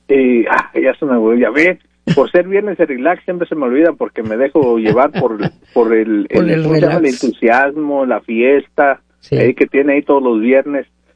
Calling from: Guerrero, Mexico; Yo de estado de Guerrero.

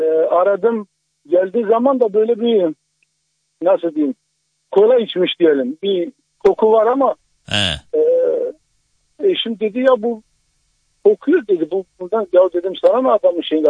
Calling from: Bursa, Turkey; Bursa'dan arıyorum.

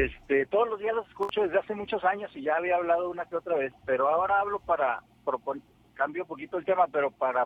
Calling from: Chihuahua, Mexico; hablo de Chihuahua

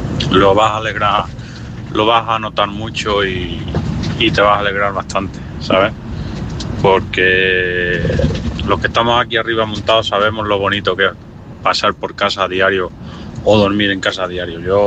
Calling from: Ciudad Real, Castilla-La Mancha, Spain; Aquí … de Ciudad Real

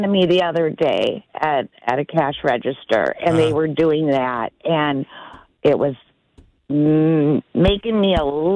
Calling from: Superior, Wisconsin, United States; Superior.

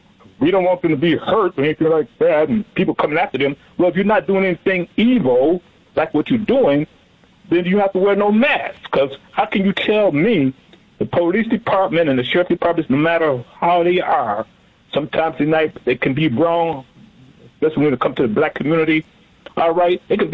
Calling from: Milwaukee, Wisconsin, United States

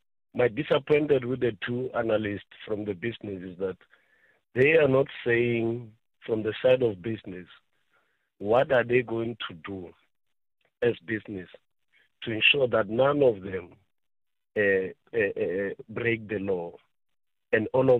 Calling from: South Africa; that lady really made me to feel proud of being a South African

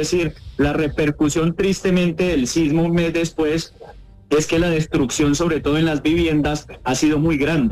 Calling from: Sevilla, Valle del Cauca, Colombia; Estamos aquí a un ladito, somos el nororiente del Valle del Cauca.

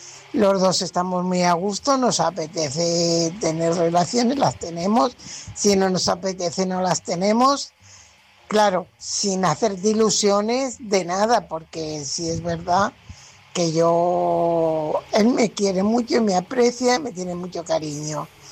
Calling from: Fuenlabrada, Community of Madrid, Spain; corresponsal de Fuenlabrada.

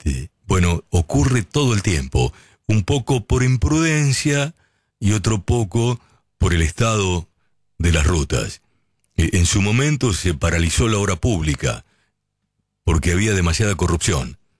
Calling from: Chepes, La Rioja, Argentina; de Chepes, La Rioja.

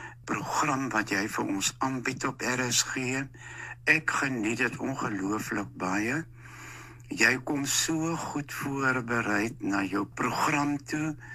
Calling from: George, Western Cape, South Africa; ek is opstander van George wat praat.

